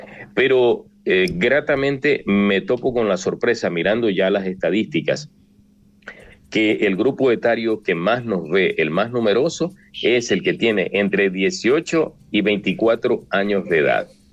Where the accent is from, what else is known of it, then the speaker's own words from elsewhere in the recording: Coast, Ecuador; soy ecuatoriano, soy ecuatoriano de la costa, siempre digo, ¿no? Y la gente me dice, no, pero es que tu acento se parece más al acento colombiano, al acento venezolano o al salvadoreño. Y le digo, no, yo soy del Ecuador.